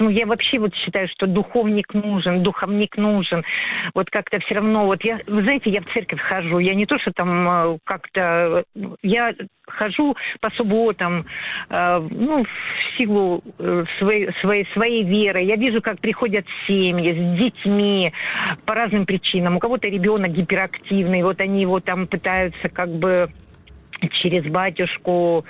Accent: Kamchatka Krai, Russia; я выросла, жила на Камчатке до 8 класса, сейчас обратно вернулась.

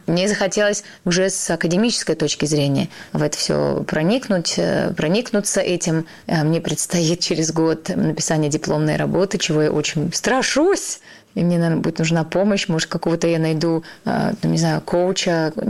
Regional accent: North Caucasus, Russia; born there; я родилась в России, на Кавказе? Я не родилась в Индии

